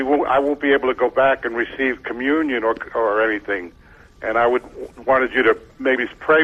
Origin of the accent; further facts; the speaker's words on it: Florida, United States; I'm from Florida, Mother Angelica.